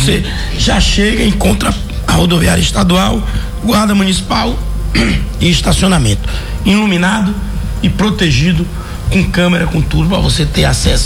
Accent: Brazil; Sou brasileiro

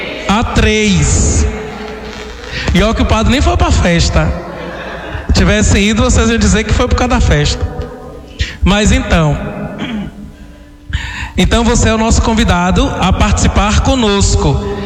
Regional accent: Northeast Region, Brazil; sobretudo nós que somos nordestinos

